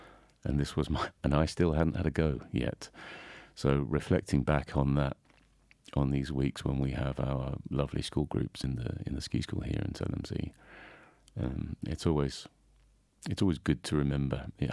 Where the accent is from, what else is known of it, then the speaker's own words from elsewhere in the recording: England, United Kingdom; now in Zell am See, Austria; I'm actually from England. I'm a ski instructor in Zelemzee in Salzburgerland.